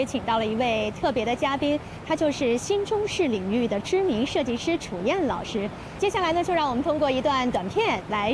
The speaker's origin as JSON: {"language": "Chinese", "country": "China", "said": "体现了我们中国人讲究这个衣冠在道"}